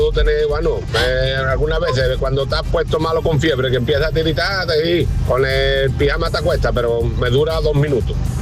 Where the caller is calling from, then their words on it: Morón de la Frontera, Andalusia, Spain; de Morón.